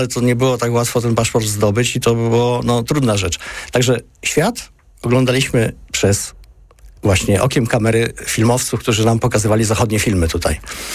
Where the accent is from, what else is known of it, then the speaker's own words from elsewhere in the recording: Łódź, Łódź Voivodeship, Poland; ja jestem wychowankiem blokowiska łódzkiego